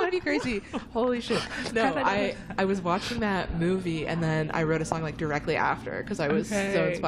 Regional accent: Ottawa, Ontario, Canada; born there; moved away; Home is Nepean Ottawa. Ottawa, Nepean. Home is like Green Bank Square, the Brass Monkey, IKEA.

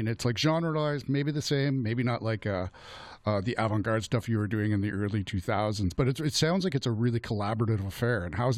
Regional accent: Ontario, Canada; now in Windsor, Canada; I myself grew up more in near Toronto and areas in Canada, but being in Windsor

